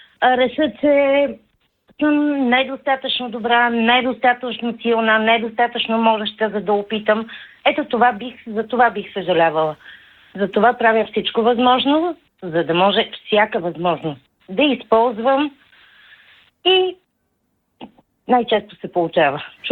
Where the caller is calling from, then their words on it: Blagoevgrad, Blagoevgrad Province, Bulgaria; съм от Благоевград.